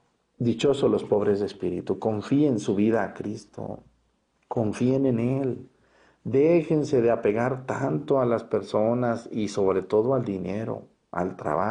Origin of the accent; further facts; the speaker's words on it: Mexticacán, Jalisco, Mexico; now in Guerrero, Mexico; Ahí en mi pueblo